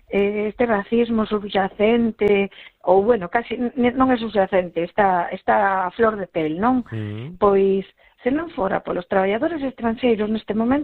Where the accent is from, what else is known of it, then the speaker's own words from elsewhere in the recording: Vigo, Galicia, Spain; pois como eurodiputada galega de Vigo, ademais, de Vigo